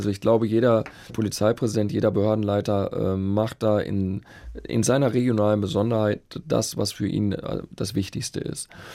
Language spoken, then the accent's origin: German; North Rhine-Westphalia, Germany; Ich bin in Nordrhein-Westfalen aufgewachsen, deswegen mit WDR 4.